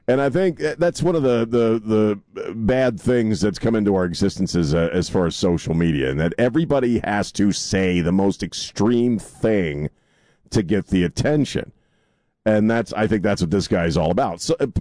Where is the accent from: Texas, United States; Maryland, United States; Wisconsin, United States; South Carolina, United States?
Maryland, United States; I mean, I grew up not in Maine, but a little more southern than Maine, but all of those tiny little states along the eastern seaboard, you know, they're lost. They were lost a long time ago. My home state of Maryland has been lost forever.